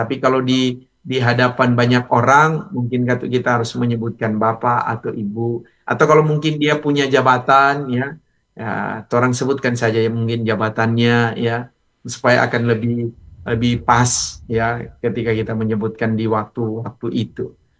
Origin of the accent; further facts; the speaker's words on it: Manado, North Sulawesi, Indonesia; Walaupun kita orang Manado